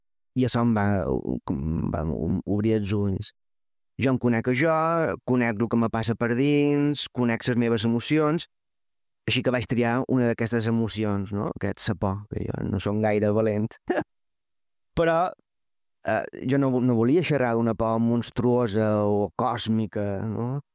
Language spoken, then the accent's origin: Catalan; Menorca, Balearic Islands, Spain; com a autors menorquins